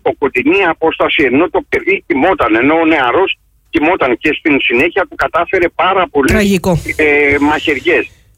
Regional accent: Western Greece, Greece; εκεί στην πατρίδα μου, στην Αχαΐα

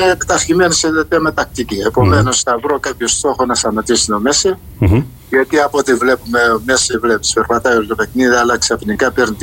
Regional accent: Cape Verde; now in Greece; Αυτή είναι χαρά που μου λένε τα καλύτερα λόγια για την πατρίδα μου

